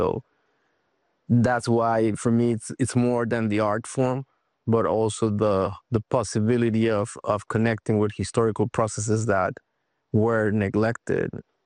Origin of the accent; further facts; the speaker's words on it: Mexico City, Mexico; Yeah, I grew up in Mexico City in the 90s